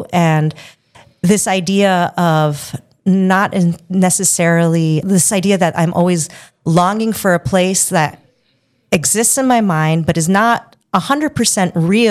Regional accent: Queens, New York, United States; now in Michigan, United States; because I grew up in New York and Queens

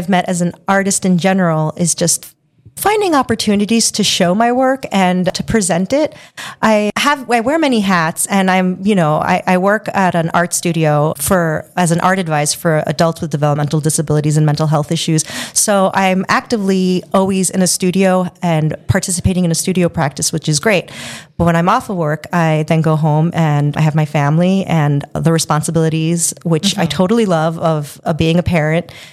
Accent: Queens, New York, United States; now in Michigan, United States; because I grew up in New York and Queens

